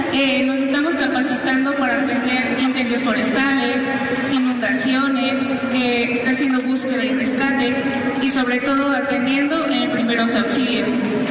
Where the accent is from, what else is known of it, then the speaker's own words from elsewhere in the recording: Puebla, Mexico; El día de hoy reafirmo mi compromiso como brigadista multifuncional, como mujer, como poblana, de seguir sirviendo con honor y seguir ayudando a la población que lo necesita. porque esto es por amor a Puebla